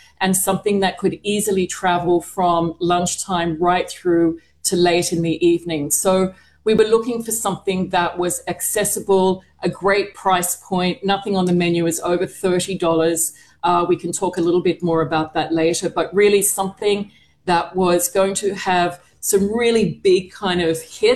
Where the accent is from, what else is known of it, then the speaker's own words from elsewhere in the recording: Australia; moved away; also born or lived in Singapore; I'm Australian, obviously, but I haven't lived there for a long time. I've spent probably more time in Singapore than I have as an adult in Australia.